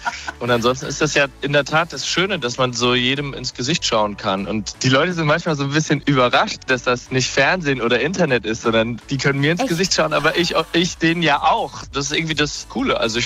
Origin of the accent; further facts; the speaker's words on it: Kaiserslautern, Rhineland-Palatinate, Germany; Ich komme ja aus einer Sandsteingegend. Ich komme aus Kaiserslautern.